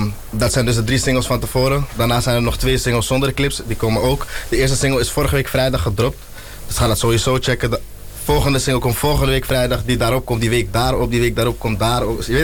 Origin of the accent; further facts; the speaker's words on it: Amsterdam, North Holland, Netherlands; Ikzelf, ik kom van Amsterdam-West.